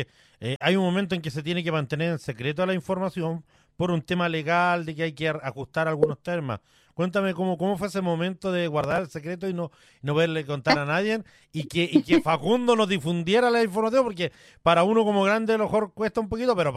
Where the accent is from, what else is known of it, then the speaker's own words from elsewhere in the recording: Chile; Yo también soy bien chileno para mis cosas.